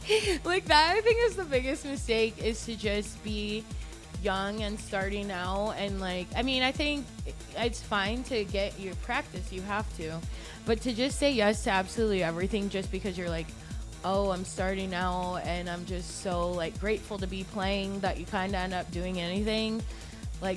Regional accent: Kent, Ohio, United States; moved away as an adult; now in Detroit, United States; I'm from Kent, Ohio.

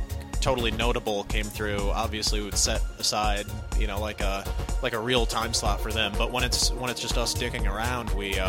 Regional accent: Pontiac, Michigan, United States; I'm a DJ from Pontiac.

